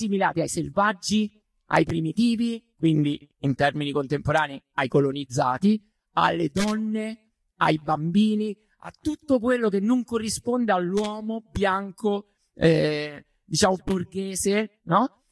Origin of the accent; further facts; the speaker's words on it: Rome, Lazio, Italy; Scusate, sono da Roma.